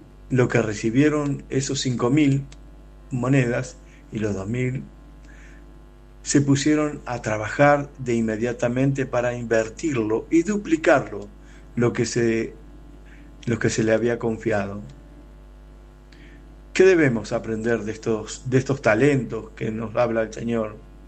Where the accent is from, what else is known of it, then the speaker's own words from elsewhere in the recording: Argentina; soy de Argentina